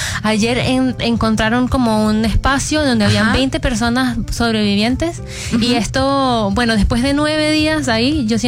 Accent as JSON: {"language": "Spanish", "country": "Venezuela", "moved": "yes", "lives_now": "Veracruz, Mexico"}